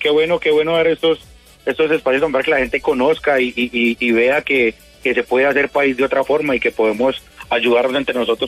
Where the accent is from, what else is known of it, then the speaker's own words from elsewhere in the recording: Colombia; absolutamente todos somos colombianos, los que los traen somos colombianos